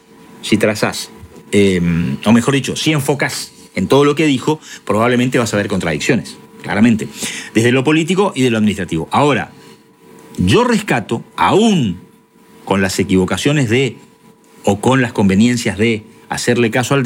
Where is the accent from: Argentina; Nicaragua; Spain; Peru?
Argentina; Corrientes